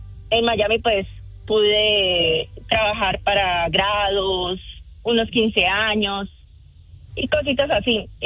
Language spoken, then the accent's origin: Spanish; Santander, Colombia; Santander.